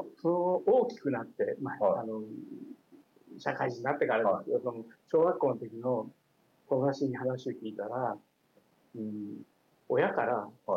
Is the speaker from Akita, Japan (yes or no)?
no; Ama, Aichi, Japan; 親は両親とも樹木寺出身なので、はい、樹木寺で私もある程度生まれ育ったわけですけども、